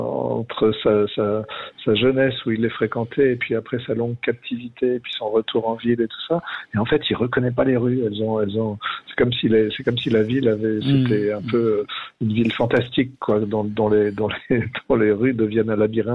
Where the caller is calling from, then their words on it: Paris, Île-de-France, France; Exactement, je suis à Paris, là, oui, je suis chez moi à Paris.